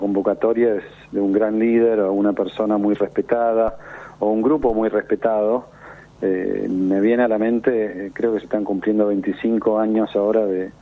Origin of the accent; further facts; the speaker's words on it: Argentina; Y me parece que como argentinos es un enorme regalo tener la posibilidad de, aunque sea por tres días, tener a un papa en la región, tener un papa en Argentina